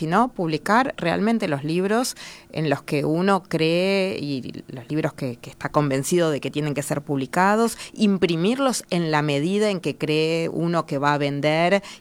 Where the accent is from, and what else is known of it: Argentina